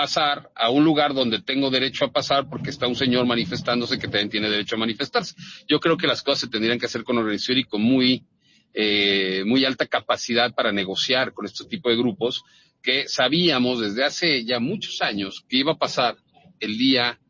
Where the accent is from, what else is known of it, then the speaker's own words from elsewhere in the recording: Mexico; También yo soy un ciudadano mexicano, yo merezco claro. también derecho a la movilidad